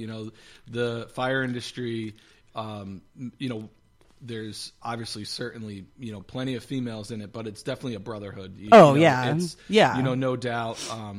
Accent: Catskill, New York, United States; You know, I grew up in Catskill, went to Catskill High, went away to college, came back

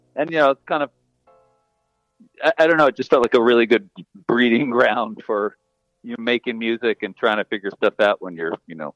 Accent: New Haven, Connecticut, United States; we grew up in New Haven

